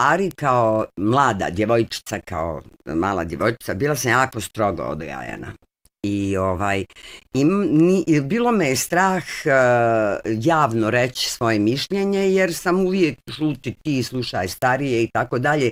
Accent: Sarajevo, Federation of Bosnia and Herzegovina, Bosnia & Herzegovina; born or raised there

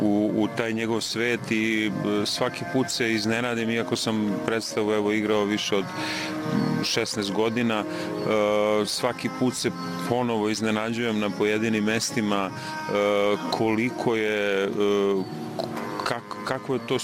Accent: Žiča, Šumadija and Western Serbia, Serbia; i sam sam poreklom iz Žiče gde je on episkopstvovao

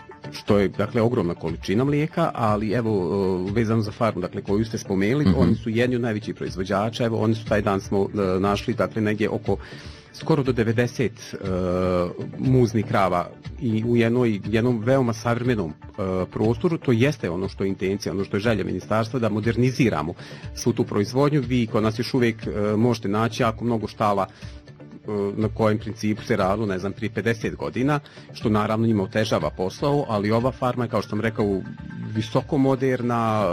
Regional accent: Bosanska Krupa, Federation of Bosnia and Herzegovina, Bosnia & Herzegovina; Evo, ja sam iz Bosanske Krupe, pa putujem svaki dan iz Krupe prema Bihaću.

